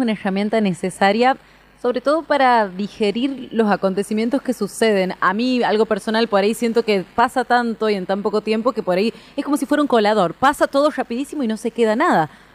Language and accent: Spanish; Córdoba, Argentina